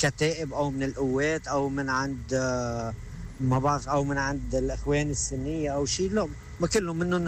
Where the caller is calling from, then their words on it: Lebanon; انا انسان لبناني بالنهاية، هودي أبناء طائفتي.